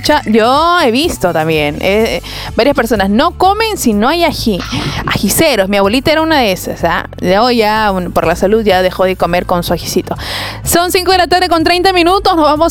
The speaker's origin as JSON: {"language": "Spanish", "country": "Peru", "said": "Muy bien, soy peruano y tengo una bolsa para meter todas mis bolsas."}